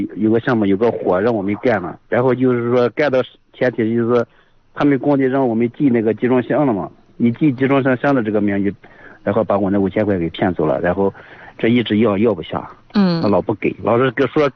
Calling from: Hejin, Shanxi, China; 我就咱山西运城合金的。

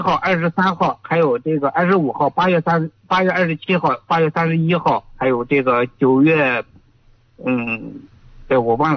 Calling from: Yuncheng, Shanxi, China; 我是咱们就是盐湖区的。

